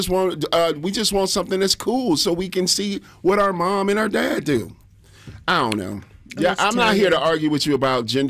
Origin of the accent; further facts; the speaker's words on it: Detroit, Michigan, United States; growing up in Detroit